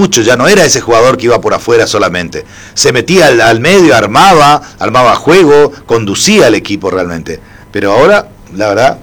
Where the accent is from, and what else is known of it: Argentina